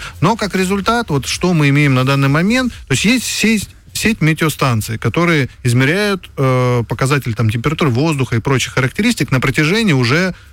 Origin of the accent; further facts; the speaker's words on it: Novoagansk, Khanty-Mansi Autonomous Okrug, Russia; also born or lived in Netherlands; мы в детстве в Новоганске, в Нижнеярском районе родился и жил.